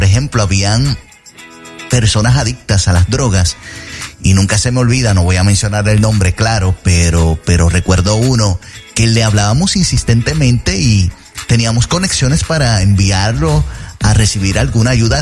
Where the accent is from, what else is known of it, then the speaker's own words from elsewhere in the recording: Bayamón, Puerto Rico; En el residencial público donde yo me crié, por allá en Brisas de Bayamón, en Puerto Rico